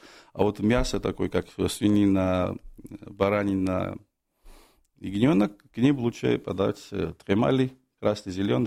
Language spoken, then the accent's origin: Russian; Georgia; now in Moscow, Russia; я представитель прекрасной Грузии, я из Грузии, я давно в России, в Москве, в целости, в этом городе